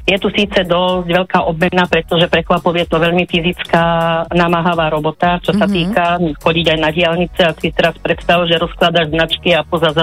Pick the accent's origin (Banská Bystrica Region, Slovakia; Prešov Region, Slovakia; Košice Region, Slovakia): Banská Bystrica Region, Slovakia; Hrinová; moved away as an adult; now in Bratislava, Slovakia; Ja som vlastne vyštudovala strojárinu a pred 26 rokmi som sa presťahovala z Hrinovej do Bratislavy.